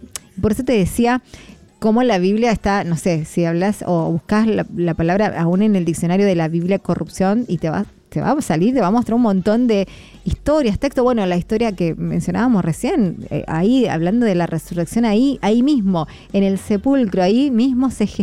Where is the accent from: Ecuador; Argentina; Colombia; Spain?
Argentina; Es triste, lo tengo que, soy argentina, pero tengo que decir que los argentinos somos muy mal hablados.